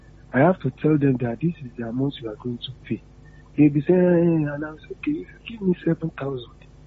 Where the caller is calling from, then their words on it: Nigeria; I'm calling from Akpata.